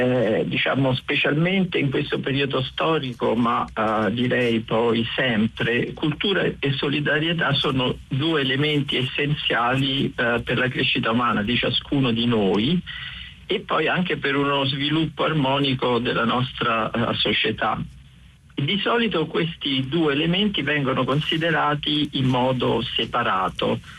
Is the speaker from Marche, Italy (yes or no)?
no; Rome, Lazio, Italy; Io sono diciamo vissuto sempre a Roma, però da tanti anni vado a Golfo Aranci d'estate perché i miei genitori negli anni 70, quando ancora era un paradiso sconosciuto, hanno costruito una casa